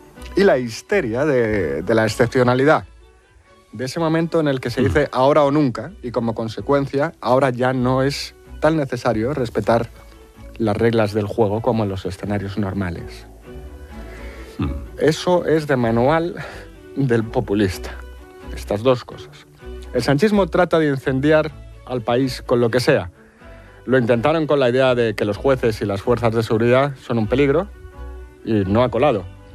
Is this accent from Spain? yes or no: yes; Spain; A ver si así pues como en Argentina, los españoles nos partimos la cara